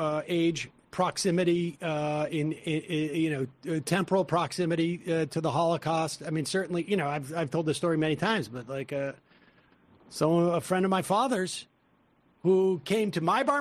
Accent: Worcester, Massachusetts, United States; I grew up in Worcester, Massachusetts. It was not like a very, like, it was a, not the, the most Jewish of places, but we were, you know, in Hebrew school.

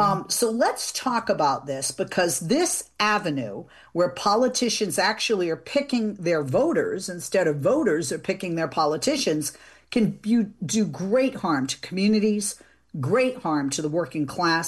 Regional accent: Boston, Massachusetts, United States; I'm from Boston, right? I'm born, bred, raised in Massachusetts.

